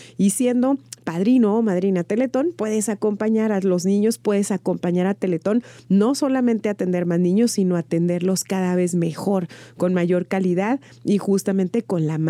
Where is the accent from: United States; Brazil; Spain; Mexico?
Mexico; como mexicanas y mexicanos